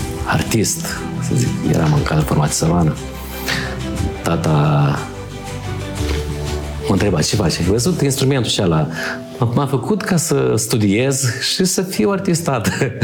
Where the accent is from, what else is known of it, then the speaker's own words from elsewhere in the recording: Telenești, Telenești District, Moldova; Eu sunt, am zis că sunt de la Telenești.